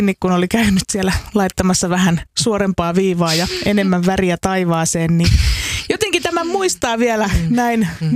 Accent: Espoo, Uusimaa, Finland; born there; omassa lapsuudessani koulussa, alakoulussa, Espoossa

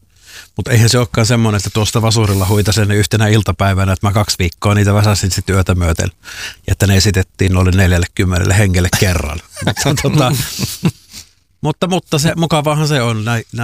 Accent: Joensuu, North Karelia, Finland; also born or lived in Helsinki / Espoo; now in Turku, Finland; Mä oon siis Joensuusta lähtöisin, sieltä Helsinkiin, sieltä Espoossa ja nyt Turkuun

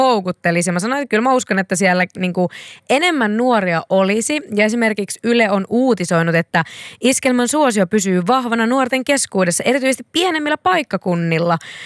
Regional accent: Nurmo, South Ostrobothnia, Finland; Nurmossa mun kotikunnan, niin kuin siellä, missä mä oon kotoisin

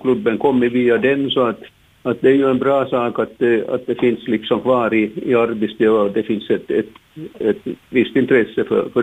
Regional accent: Dalsbruk, Southwest Finland, Finland; born there; now in Pargas, Finland; Jag är ju också i börden dalsbrukare, men jag har nu faktiskt bott i Pargas nu i över 50 år.

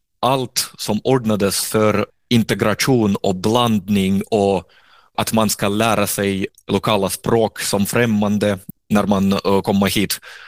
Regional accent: Saint Petersburg, Russia; Swedish is a second language; now in Sweden; Jag har mormor där hemma i Sankt Petersburg. Vi kommunicerar online och samma med några gamla bekanta. Rösten i metrotågen, alla skyltar på, med modersmål på.

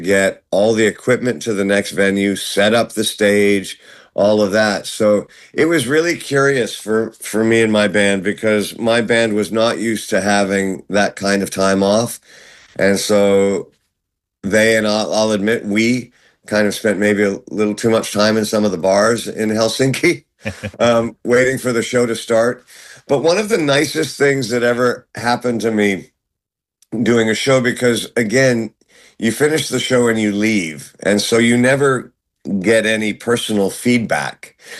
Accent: London, United Kingdom; born there; Yes, I was born in London at St. Mary's Hospital, and yeah, and my family is actually from Scotland, both sets of grandparents

